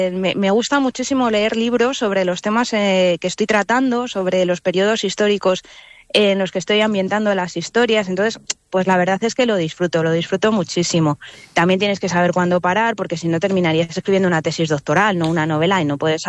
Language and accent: Spanish; Salamanca, Castile and León, Spain; yo soy de Salamanca y estudié primero filosofía y luego teoría de la literatura y literatura comparada.